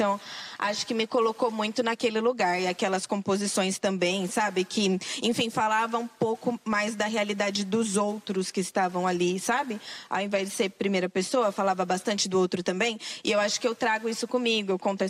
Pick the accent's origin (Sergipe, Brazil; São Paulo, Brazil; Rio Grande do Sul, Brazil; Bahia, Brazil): São Paulo, Brazil; Mogi das Cruzes; Eu sou de César de Souza, Mogi das Cruzes, e lá não tinha muito acesso, assim, ao teatro.